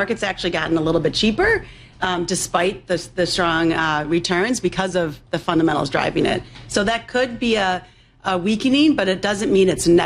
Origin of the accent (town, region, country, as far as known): Chicago, Illinois, United States; born or raised there